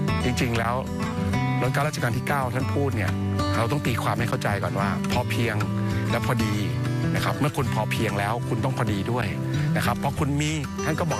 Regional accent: Bangkok, Thailand; ซึ่งจริงๆผมพื้นเพเป็นคนกรุงเทพผมก็ไม่ได้โตที่สวนหินนะครับก็ยังปรับตัวเป็นเด็กเมืองมาอยู่เด็กในจังหวัดนะฮะแต่ตอนนี้เราอยู่มา27ปีแล้ว

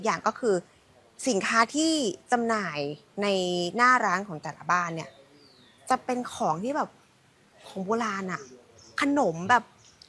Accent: Suphan Buri, Thailand; หนูว่าเป็นคนสุพรรณแต่หนูไม่เคยมาเที่ยวสามชุก

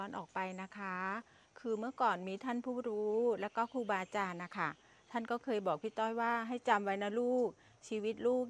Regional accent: Trang, Thailand; จริงๆแล้ว … เป็นคนจังหวัดตรังอะค่ะ

